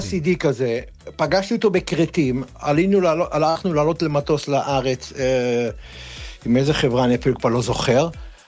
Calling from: London, United Kingdom; ב-30 שנה האחרונות אני בלונדון, כן.

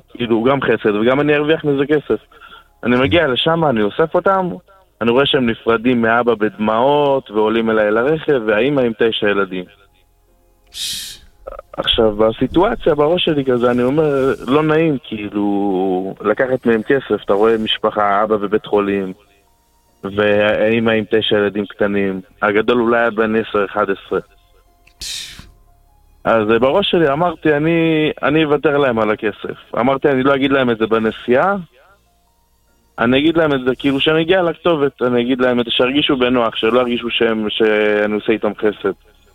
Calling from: Jerusalem, Jerusalem District, Israel; אנחנו ירושלמים

